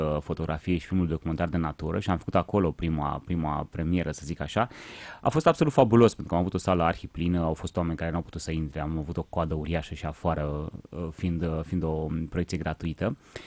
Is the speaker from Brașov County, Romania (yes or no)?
yes; Brașov, Brașov County, Romania; pentru mine, ca brașovean, că noi avem gluma asta tot timpul, că noi ne culcăm oată cu găinile